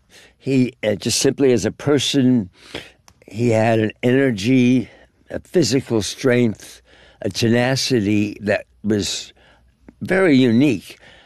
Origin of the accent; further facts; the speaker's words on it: East Coast, United States; because we were growing up on the East Coast with my mother, and when we'd come out to see my father